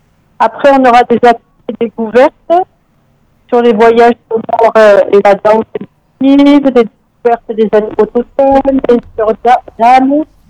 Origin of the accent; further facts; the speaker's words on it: Avignon, Provence-Alpes-Côte d'Azur, France; moved away; je suis de la France.